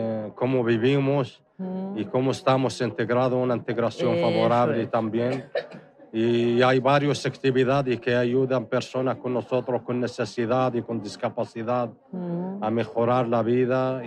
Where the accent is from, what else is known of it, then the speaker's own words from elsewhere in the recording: Western Sahara; now in Spain; Yo soy del Sahara y vivo con dos chicos de Marruecos